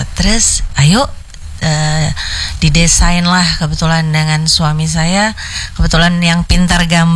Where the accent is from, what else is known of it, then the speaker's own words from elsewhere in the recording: East Kalimantan, Indonesia; saya juga putra daerah asli Kutai.